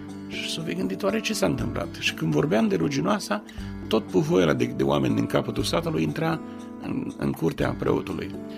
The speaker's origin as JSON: {"language": "Romanian", "town": "Negreni", "region": "Botoșani County", "country": "Romania", "tie": "born there", "said": "Am crescut într-o familie de credincioși. M-am născut în Negreni, județul Botoșani, poate că mai cunoașteți pe alții născuți acolo, într-o familie de baptiști"}